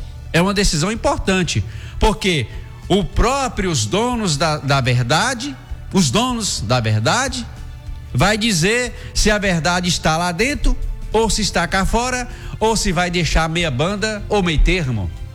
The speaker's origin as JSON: {"language": "Portuguese", "country": "Brazil", "said": "Nós somos brasileiros honestos, honrados"}